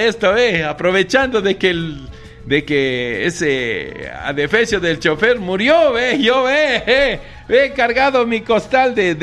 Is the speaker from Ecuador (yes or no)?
yes; Ecuador; Yo soy ecuatoriano, soy vivo.